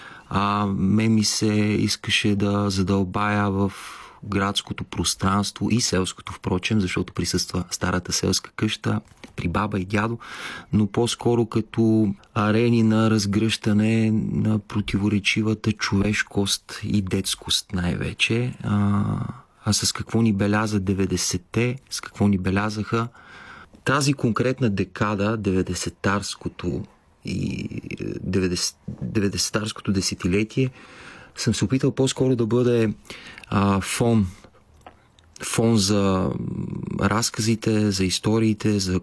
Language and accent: Bulgarian; Gabrovo, Gabrovo Province, Bulgaria; моят роден град Габрово беше столицата на тая родина.